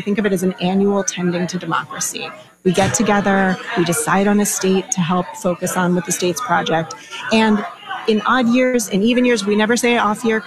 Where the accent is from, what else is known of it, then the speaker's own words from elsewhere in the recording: North Carolina, United States; now in New York, United States; I grew up in North Carolina. I now live in New York.